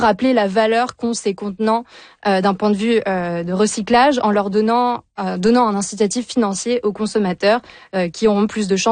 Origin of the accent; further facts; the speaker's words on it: Manitoba, Canada; chez nous au Manitoba